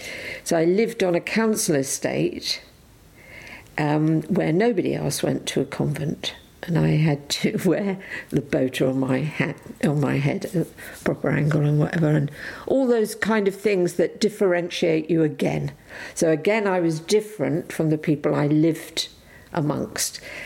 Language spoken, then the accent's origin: English; Italy; So I'm a WOP because I come from Italy.